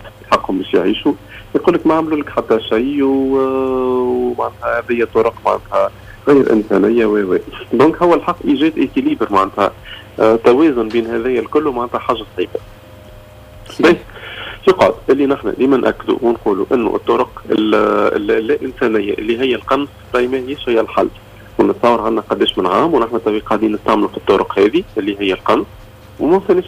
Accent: Tunisia; عندنا في تونس

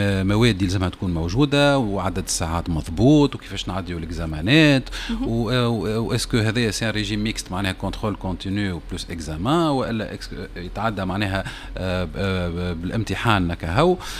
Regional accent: Tunisia; احنا في ثقافتنا التوانسة

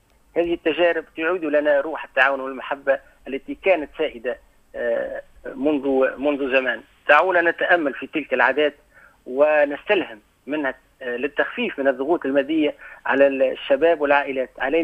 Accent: Tunisia; عندنا في تونس

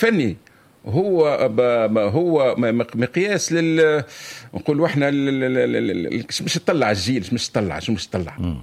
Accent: Tunisia; انا كتونسي نحشم

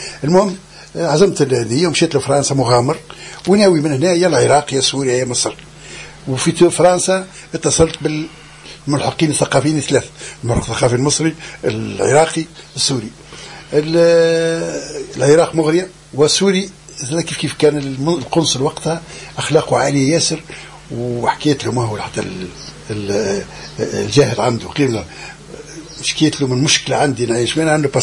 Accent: southern Tunisia, Tunisia; moved away as an adult; also born or lived in France; بالنسبة لي أنا من الجنوب هنا

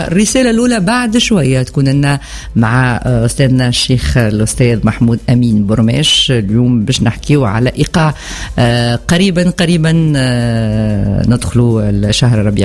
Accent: Tunisia

